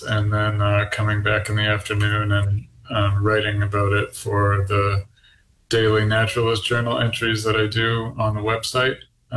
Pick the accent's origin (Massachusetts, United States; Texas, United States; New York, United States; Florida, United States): Massachusetts, United States; also born or lived in Alaska; I grew up in Massachusetts, was always fascinated by wildlife, and I started working in Alaska in 2003.